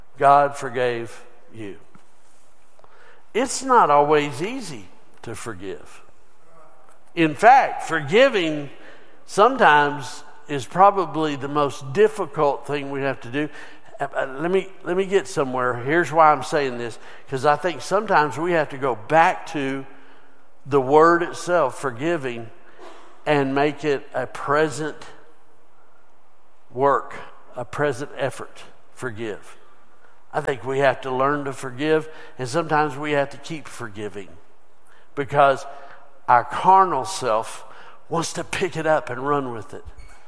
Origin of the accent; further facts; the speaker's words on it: United States; Because that's in our DNA as an American.